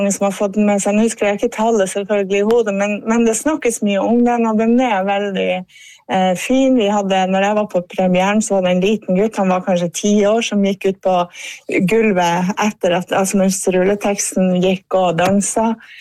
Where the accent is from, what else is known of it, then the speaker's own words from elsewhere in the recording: Karasjok, Finnmark, Norway; now in Tromsø, Norway; Jeg er jo fra Finnmark, og det er også nummer to. Jeg bor i Tromsø, men jeg er fra Finnmark